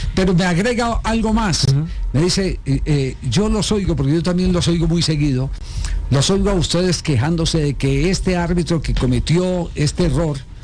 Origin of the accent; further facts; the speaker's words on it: Caldas, Colombia; es frente al equipo de mi tierra